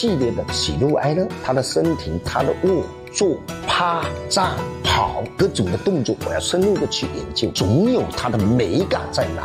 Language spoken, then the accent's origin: Chinese; Fujian, China; 我家旁边又是闽江口，我从小就在水里面嬉戏长大。